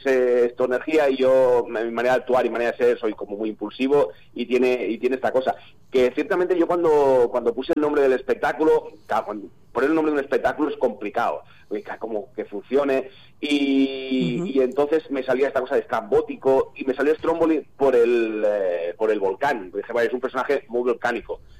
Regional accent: Santa Coloma de Gramenet, Catalonia, Spain; Pues mira, nosotros somos de Santa Coloma de Gramenet, que es una población que está muy pegadita a Barcelona

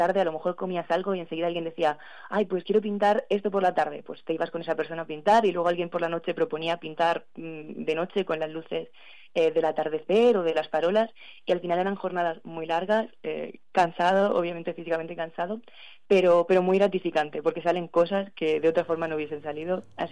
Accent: Region of Murcia, Spain; Yo vengo de Murcia, a mí Murcia me encanta

